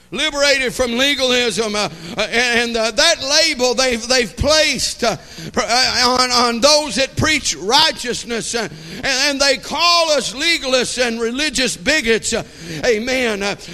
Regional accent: United States; I thank God I'm a blood-bought Christian. I'm a believer in Jesus Christ. But I'm also an American.

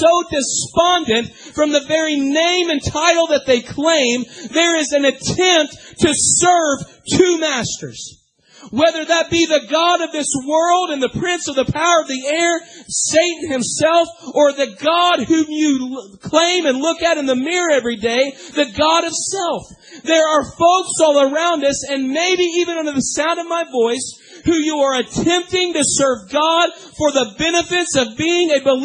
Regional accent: United States; As an American citizen

